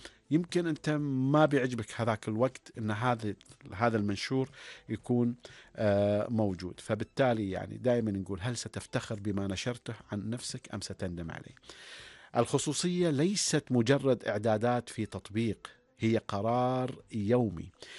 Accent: Oman; أنا شخص عماني

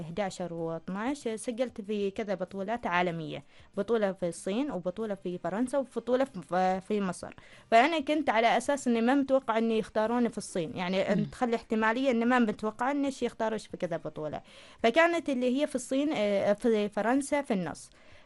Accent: Oman; احنا كحكام عمانيين

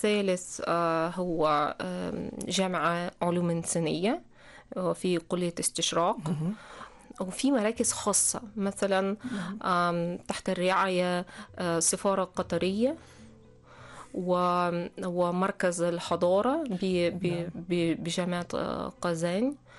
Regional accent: Russia; Arabic is a second language; عندنا في روسيا شعوب مختلفة، في كازان، في شيشان

